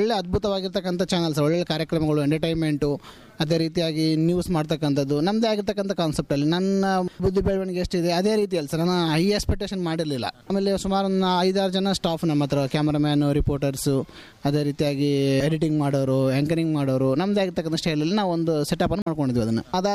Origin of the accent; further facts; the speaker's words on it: Chikkaballari, Karnataka, India; ನಾನು ಮೂಲತಃ ಬಳ್ಳಾರಿ ಜಿಲ್ಲೆ ಸಿರುಗುಪ್ಪ ತಾಲೂಕು ಚಿಕ್ಕಬಳ್ಳಾರಿ ಅಂತಕ್ಕಂಥ ಒಂದು ಸಣ್ಣ ಗ್ರಾಮದಿಂದ ಬಂದಿರತಕ್ಕಂಥ ನನ್ನ ಫ್ಯಾಮಿಲಿ